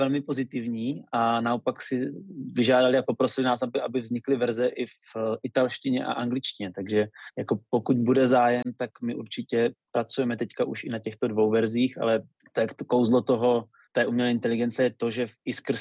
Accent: Lipník nad Bečvou, Olomouc Region, Czechia; který bydlel v Lipníku nad Bečvou, což je místo, odkud pocházím i já.

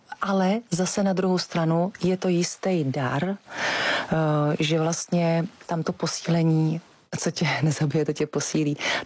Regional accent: Votice, Central Bohemian Region, Czechia; Ano, já pocházím z Votic, což je vlastně u Benešova asi 6000 městečko.

